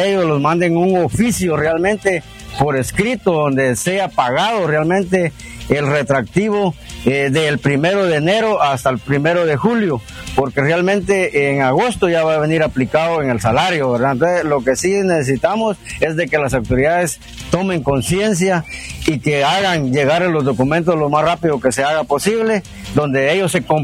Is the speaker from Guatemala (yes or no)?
yes; Petén, Guatemala; nosotros los peteneros tenemos una fortuna aquí en Petén